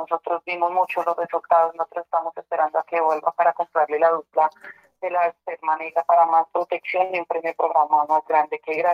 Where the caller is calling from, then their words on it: Garagoa, Boyacá, Colombia; Yo lo estoy llamando de Garagoa, Boyacá.